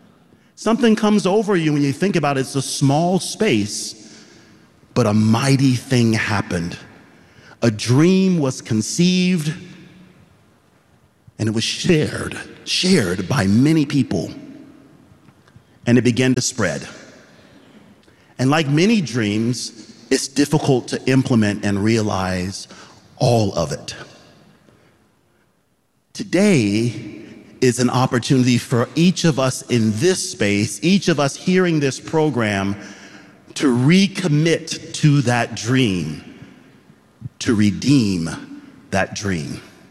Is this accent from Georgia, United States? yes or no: yes; Georgia, United States; I grew up in Georgia